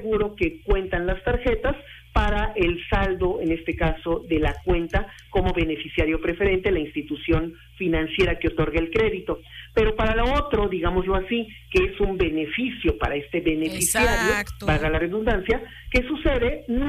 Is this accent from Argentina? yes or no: no; Mexico; hablamos mucho como cultura mexicana de la muerte